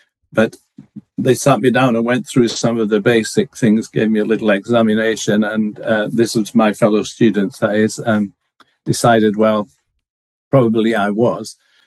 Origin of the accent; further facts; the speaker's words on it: Barnsley, Yorkshire and the Humber, United Kingdom; Hudson Taylor, who came from my hometown